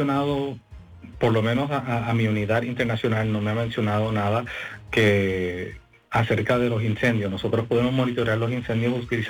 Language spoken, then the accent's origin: Spanish; Puerto Rico; Puerto Rico, perdóname, soy puertorriqueño